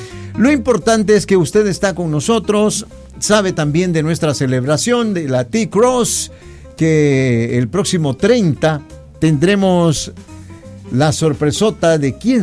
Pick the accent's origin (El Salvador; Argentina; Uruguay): El Salvador